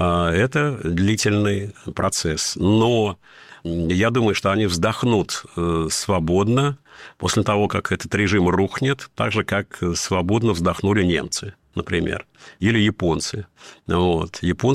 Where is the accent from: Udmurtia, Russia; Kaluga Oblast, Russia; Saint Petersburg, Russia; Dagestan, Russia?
Dagestan, Russia; В России я дагестанец, а в мире я русский.